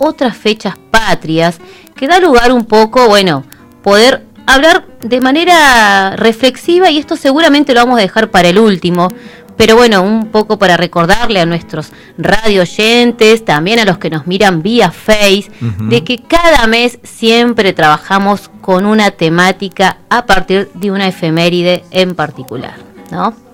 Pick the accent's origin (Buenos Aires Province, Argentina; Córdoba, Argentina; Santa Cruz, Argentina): Santa Cruz, Argentina; Río Turbio; now in Río Gallegos, Argentina; Yo porque soy de Turio